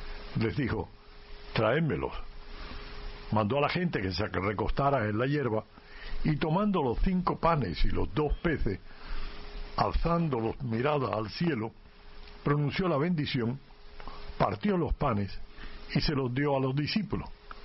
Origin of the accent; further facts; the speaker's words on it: Cuba; moved away; No, en Cuba ya una vez que salí de Cuba...